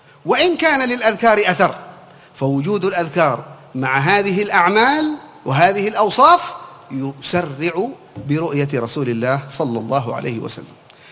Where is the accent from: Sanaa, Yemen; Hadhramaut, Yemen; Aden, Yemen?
Hadhramaut, Yemen; هنا عندنا في حضرموت يسموه اللخم.